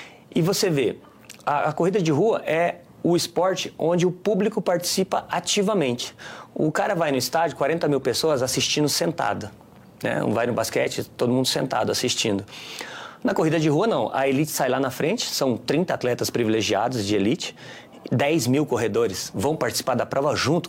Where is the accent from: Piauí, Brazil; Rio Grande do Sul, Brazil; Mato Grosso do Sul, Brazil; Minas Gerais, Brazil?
Mato Grosso do Sul, Brazil; Campo Grande; also born or lived in São Paulo; Eu voltei para a minha cidade natal, Campo Grande, né, Mato Grosso do Sul, e lá eu fiquei 18 anos em São Paulo.